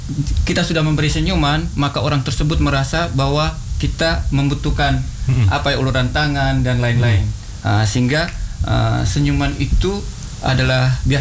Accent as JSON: {"language": "Indonesian", "region": "East Nusa Tenggara", "country": "Indonesia", "said": "tidak bisa kita orang NTT sendiri hanya menonton."}